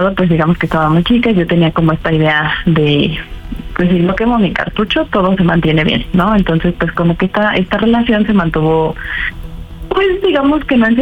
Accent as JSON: {"language": "Spanish", "town": "Iztapalapa", "region": "Mexico City", "country": "Mexico", "said": "Tengo 29 años y soy de Iztapalapa."}